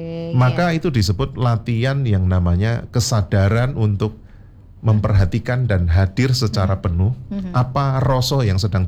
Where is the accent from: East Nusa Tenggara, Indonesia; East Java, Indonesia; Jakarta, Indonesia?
East Java, Indonesia; Kediri; now in Surabaya, Indonesia; Salam Pak, saya itu asli dari Kediri Pak. Walaupun sudah 21 tahun di Surabaya. Asli saya Kediri.